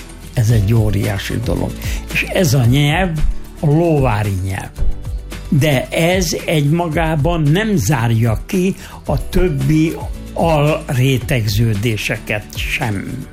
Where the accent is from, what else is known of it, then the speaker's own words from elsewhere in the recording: Hungary; Hát azért romungró, magyar cigány vagyok, magyarul beszélek.